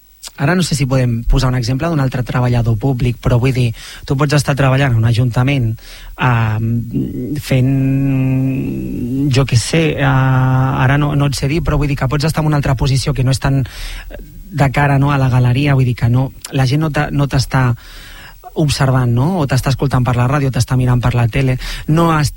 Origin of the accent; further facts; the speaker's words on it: Barcelona, Catalonia, Spain; born there; jo sóc català, he nascut a Barcelona, parlo perfectament català